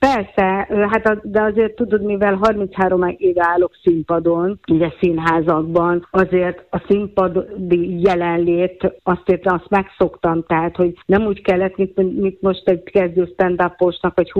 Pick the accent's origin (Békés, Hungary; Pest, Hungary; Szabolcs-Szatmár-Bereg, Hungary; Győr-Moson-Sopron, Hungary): Békés, Hungary; moved away; Békésen nőttem föl